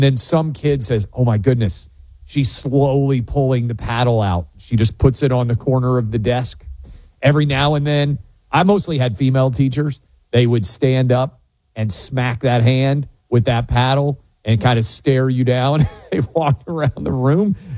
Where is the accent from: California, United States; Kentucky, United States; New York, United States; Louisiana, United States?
New York, United States; New York City; Growing up in New York City, I would have been very surprised if you still couldn't be paddled in public school classrooms.